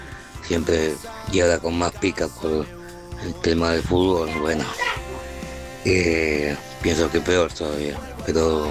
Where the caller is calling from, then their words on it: Avellaneda, Buenos Aires Province, Argentina; Mi número es 181. Y bueno, soy de Avellaneda